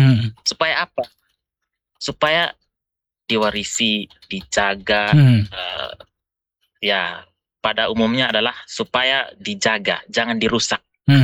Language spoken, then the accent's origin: Indonesian; Amanuban, East Nusa Tenggara, Indonesia; desa saya ini desa Napi.